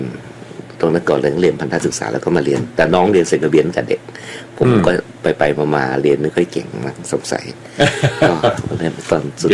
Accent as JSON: {"language": "Thai", "region": "Bangkok", "country": "Thailand", "tie": "born or raised there", "said": "กรุงเทพเนี่ยครับอยู่ที่บางไอ้เขาเรียกอะไรนะบางปลาแก้วเนี่ย"}